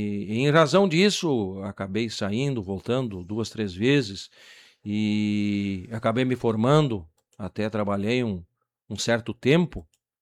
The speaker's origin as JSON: {"language": "Portuguese", "town": "Cruz Alta", "region": "Rio Grande do Sul", "country": "Brazil", "tie": "born there", "also_born_or_lived": "Fortaleza dos Valos", "moved": "yes", "lives_now": "Itaíba, Brazil", "said": "eu sou natural do município de Cruz Alta."}